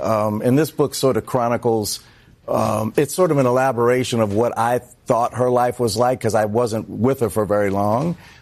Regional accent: New Orleans, Louisiana, United States; accent: New Orleans; Man, my New Orleans accent.

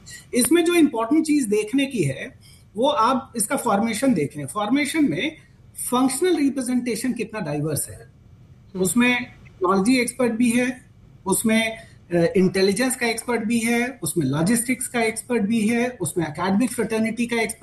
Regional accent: Uttar Pradesh, India; मैं तो उत्तर प्रदेश से आता हूं

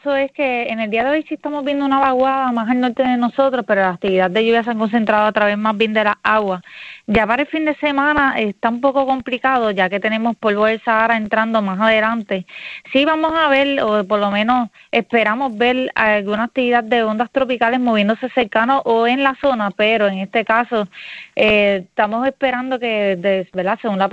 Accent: Peñuelas, Puerto Rico; mi pueblo Peñuelas

